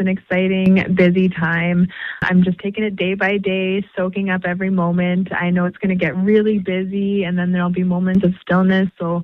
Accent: Fort McMurray, Alberta, Canada; also born or lived in Cold Lake First Nations; I am actually from Cold Lake First Nations, which is in Treaty 6 territory, Alberta, but I actually grew up in Fort McMurray, Alberta, which is in Treaty 8 territory.

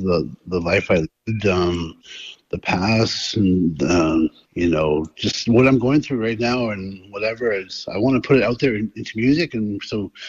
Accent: Saskatchewan, Canada; I come from Red Pheasant Cree Nation.

